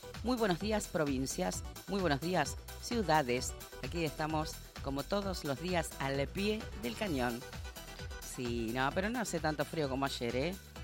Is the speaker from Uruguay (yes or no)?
no; Argentina; Debe ser porque somos argentinos